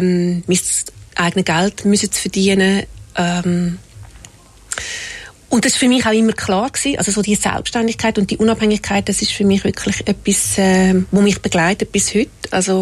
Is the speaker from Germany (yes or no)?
no; Horgen, Zurich, Switzerland; Ich bin in Horgen aufgewachsen. Und dann so ab 12 haben meine Eltern sich getrennt